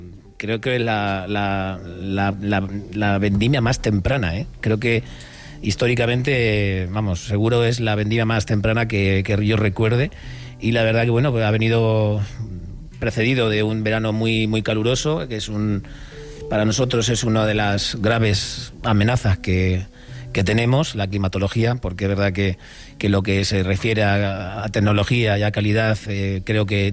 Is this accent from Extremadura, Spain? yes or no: no; Castilla-La Mancha, Spain; born there; Una maravilla participar en vuestro programa, aquí de mi pueblo.